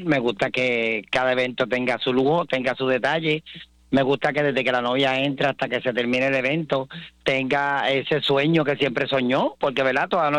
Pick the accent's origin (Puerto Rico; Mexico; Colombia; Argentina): Puerto Rico; San Germán; vengo del barrio Minillas de San Germán.